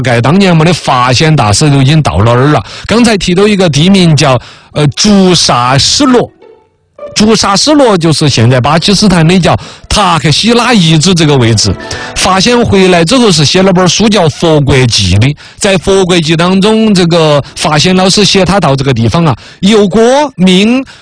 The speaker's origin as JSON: {"language": "Chinese", "town": "Chengdu", "region": "Sichuan", "country": "China", "said": "我们成都"}